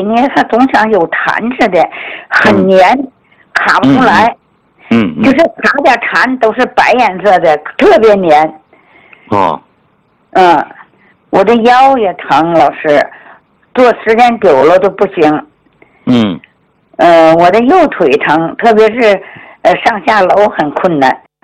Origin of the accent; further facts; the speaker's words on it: Hebei, China; born there; now in Hegang, China; 我生在河北